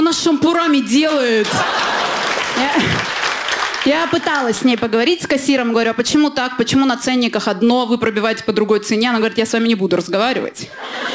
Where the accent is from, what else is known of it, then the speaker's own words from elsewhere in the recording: Russia; у нас, у женщин в России